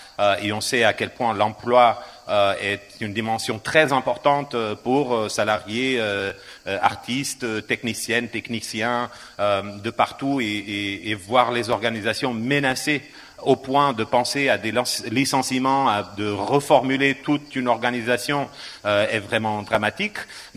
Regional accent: Portugal; now in Avignon, France; Mais je le dis en tant que Portugais, même si Avignonais en construction, je peux encore jouer cette carte.

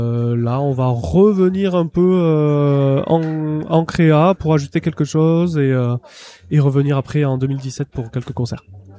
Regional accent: Occitanie, France; je viens des Hautes-Pyrénées donc j'ai eu des cours de gascon. Quand j'étais au collège, mais il m'en reste à peu près rien.

